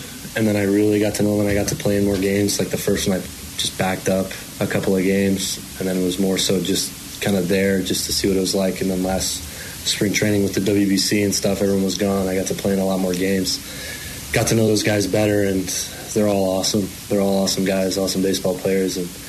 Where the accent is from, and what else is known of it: Oxford, Mississippi, United States